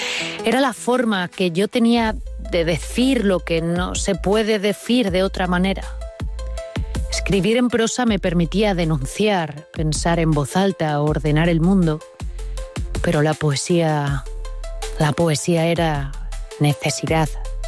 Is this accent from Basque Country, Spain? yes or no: no; Galicia, Spain; first language Galician; Elegí el gallego porque era mi verdad, era mi lengua materna, era la lengua que se hablaba en mi tierra